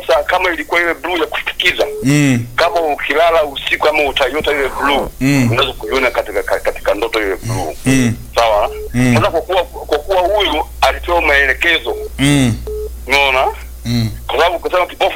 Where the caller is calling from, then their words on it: Liwale, Lindi, Tanzania; napiga simu kutoka Liwale hapa.